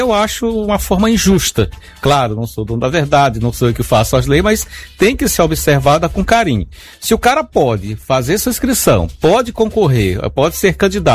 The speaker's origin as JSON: {"language": "Portuguese", "country": "Brazil", "said": "como cidadão, como brasileiro"}